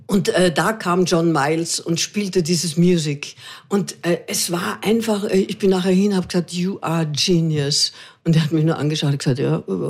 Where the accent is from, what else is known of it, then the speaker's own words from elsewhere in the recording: Austria; Und also es tut mir wahnsinnig leid, aber ich bin Österreicherin.